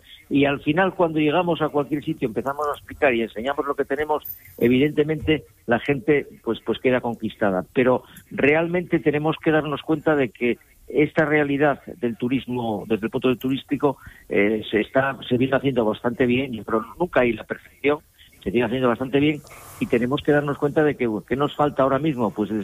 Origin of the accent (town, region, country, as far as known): Asturias, Spain